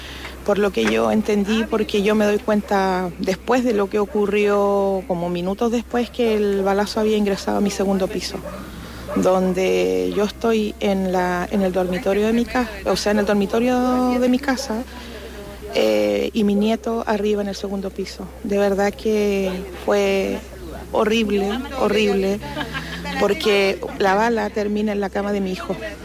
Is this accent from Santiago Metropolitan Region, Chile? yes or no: yes; Ñuñoa, Santiago Metropolitan Region, Chile; yo soy nacida y criada acá en Ñuñoa